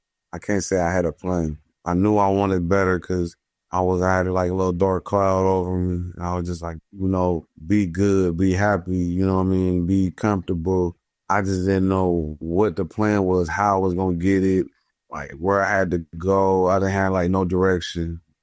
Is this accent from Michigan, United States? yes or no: no; Youngstown, Ohio, United States; Youngstown, Ohio. That's where I'm from Ohio.